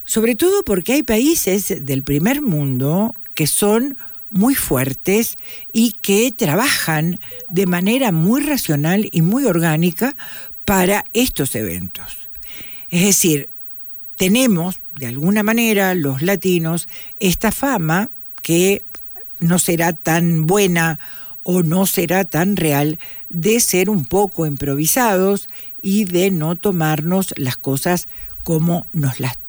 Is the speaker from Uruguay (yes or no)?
yes; Uruguay; yo soy uruguaya y vengo. Uruguay es un país altamente futbolista.